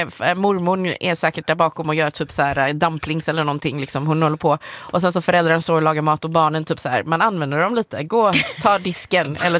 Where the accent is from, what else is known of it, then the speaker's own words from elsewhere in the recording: Hong Kong; jag är från Hongkong.